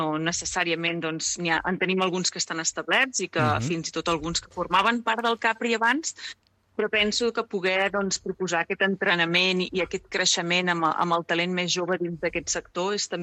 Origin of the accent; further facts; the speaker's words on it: Jorba, Catalonia, Spain; moved away; Doncs originàriament jo sóc de Jorba, d'un poble petit al voltant d'Igualada.